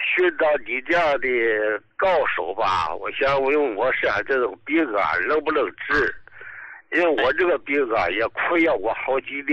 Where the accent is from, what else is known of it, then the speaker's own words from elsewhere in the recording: Dalian, Liaoning, China; 我是大连的哈、